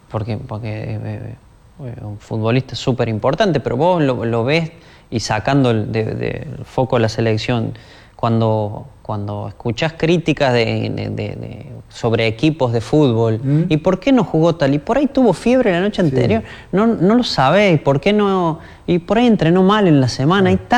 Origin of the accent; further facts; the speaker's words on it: Argentina; somos argentinos